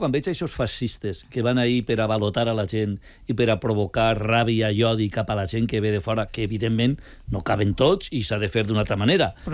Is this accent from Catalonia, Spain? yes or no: no; Valencian Community, Spain; De l'Horta. Mon pare era llaurador i ma mare i ho he mamat.